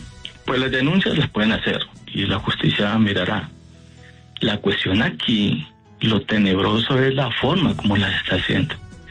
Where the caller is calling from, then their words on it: Bogotá, Colombia; Desde Bogotá.